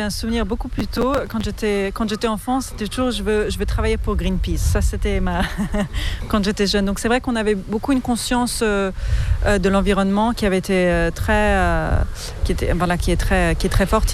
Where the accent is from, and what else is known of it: Auroville, Tamil Nadu, India; moved away as an adult